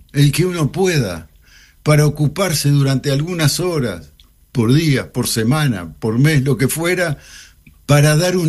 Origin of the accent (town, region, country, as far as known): Uruguay